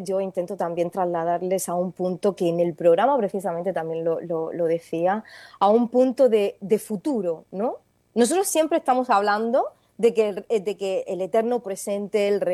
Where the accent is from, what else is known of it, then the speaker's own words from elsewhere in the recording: Region of Murcia, Spain; now in Tenerife, Spain; desde Murcia, desde mi tierra todavía